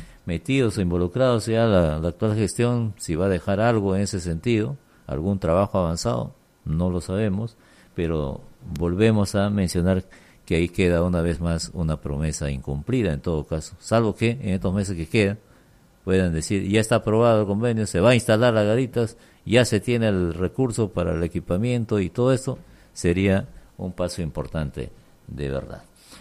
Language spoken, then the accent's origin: Spanish; Peru